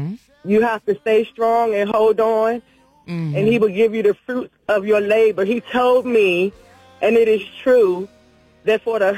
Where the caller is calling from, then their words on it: Washington, District of Columbia, United States; I'm calling from Washington, D.C.